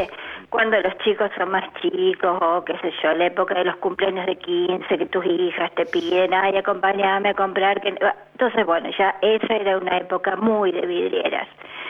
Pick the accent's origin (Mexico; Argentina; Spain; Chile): Argentina; Buenos Aires; now in Villa María, Argentina; a mí me retrotraen a mi infancia en Buenos Aires.